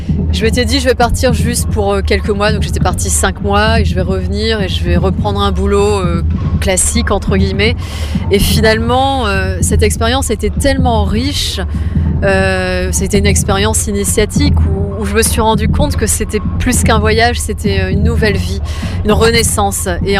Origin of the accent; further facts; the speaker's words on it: Hauts-de-France, France; born there; Il a ramené en France. Je suis née en Picardie. C'est très exotique.